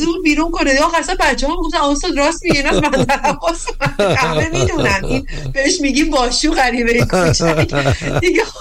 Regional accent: Gilan, Iran; کسی اینجا از شمال اومده؟ خب من دستمو گرفتم بالا، من گیلکم.

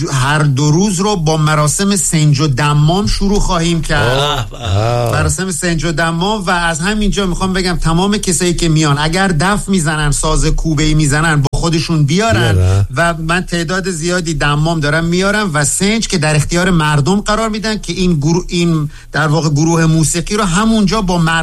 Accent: southern Iran, Iran; من تو جنگ بزرگ شدم، تو جنوب، متولد 58 ام.

